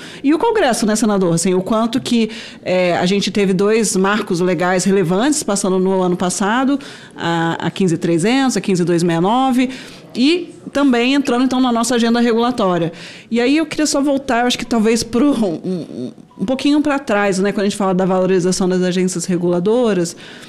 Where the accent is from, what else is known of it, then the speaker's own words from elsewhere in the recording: Brazil; enquanto brasileiros, a gente pode se orgulhar do que são hoje esses setores muito mais pujantes do que a gente sequer imaginava